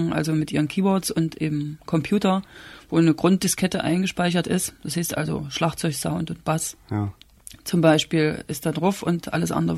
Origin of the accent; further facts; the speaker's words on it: Thuringia, Germany; Aus Thüringen.